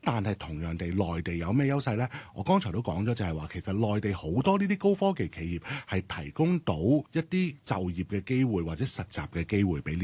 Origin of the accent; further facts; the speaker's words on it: Kaiping, Guangdong, China; 首先啦，開屏係我家鄉，咁啊，作為一個開屏人嚟講咧，其實我都好希望將開屏嘅文化走出去啦。